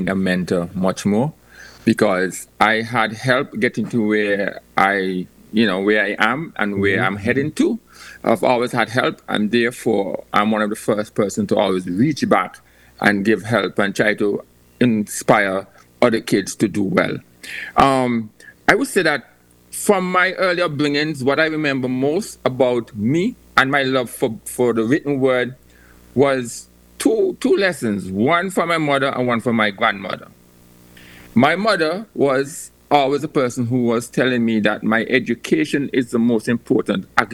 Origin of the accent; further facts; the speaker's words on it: North Grove, Antigua & Barbuda; now in United States; So I'm from North Grove, grew up in North Grove